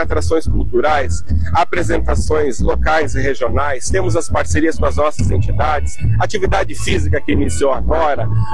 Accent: São José do Cedro, Santa Catarina, Brazil; eu nasci em São José do Cedro, cresci em São José do Cedro e já escolhi que quero viver o resto dos meus dias aqui nessa cidade.

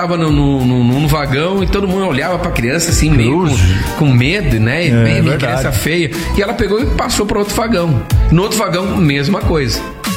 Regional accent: Rio Grande do Sul, Brazil; a gente conhece Porto Alegre, a gente é do Rio Grande do Sul, né?

